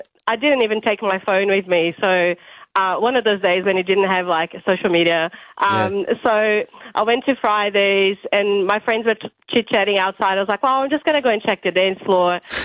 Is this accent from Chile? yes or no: no; Brazil; English is a second language; So I'm originally from Brazil, and I used to go there because I was a student.